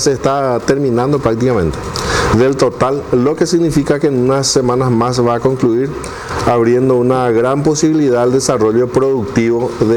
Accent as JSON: {"language": "Spanish", "country": "Paraguay", "said": "una característica nuestra de los paraguayos es que los hijos de nuestros compatriotas que están en el exterior mantienen las costumbres de sus familias."}